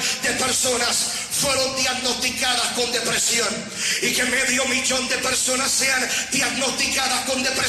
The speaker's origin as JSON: {"language": "Spanish", "country": "Puerto Rico", "said": "En mi país de Puerto Rico, un país de 4 millones de habitantes"}